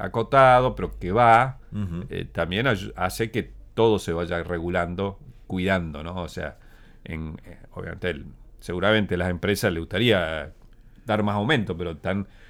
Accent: Argentina

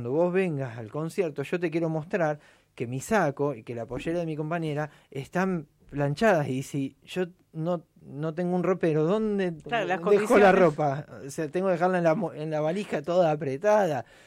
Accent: Rosario, Santa Fe, Argentina; now in Cipolletti, Argentina; En la mayoría de los lugares en Argentina, de donde yo vengo, Rosario

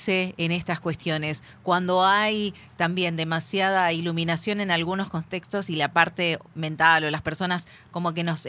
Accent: Santa Fe, Argentina; born there; now in Paraná, Argentina; yo nací en Santa Fe

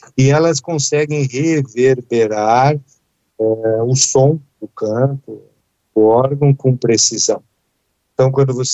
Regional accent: Curitiba, Paraná, Brazil; born there; Eu nasci em Curitiba, lá na Praça Tiradentes, nós temos uma pequena catedral gótica

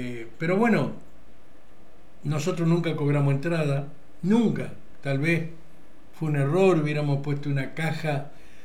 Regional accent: Diamante, Entre Ríos, Argentina; soy de Diamante, estoy en Roma

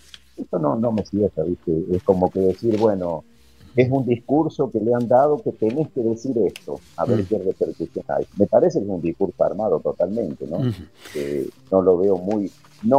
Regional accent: Argentina; now in Falkland Islands; saben que somos argentinos porque vamos con el termo y el mate

